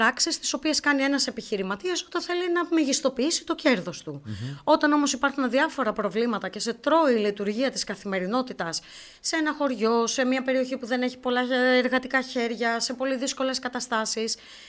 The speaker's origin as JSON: {"language": "Greek", "town": "Alexandroupoli", "region": "Eastern Macedonia and Thrace", "country": "Greece", "tie": "born or raised there", "said": "Έχω γεννηθεί και έχω μεγαλώσει στην Αλεξανδρούπολη."}